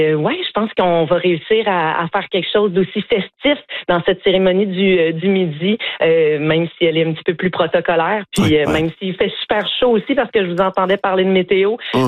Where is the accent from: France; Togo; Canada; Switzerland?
Canada; Quebec; Moi, je suis québécoise, elle vient de Calgary